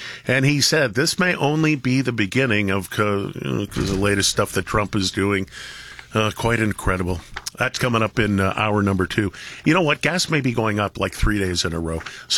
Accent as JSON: {"language": "English", "town": "Toronto", "region": "Ontario", "country": "Canada", "tie": "born or raised there", "said": "You know, Toronto's my hometown. I haven't lived there in a long time."}